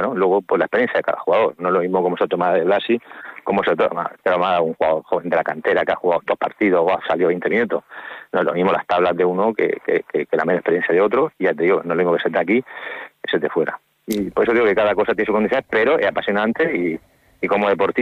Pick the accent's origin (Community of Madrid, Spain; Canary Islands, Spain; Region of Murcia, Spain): Region of Murcia, Spain; Cartagena; soy de Cartagena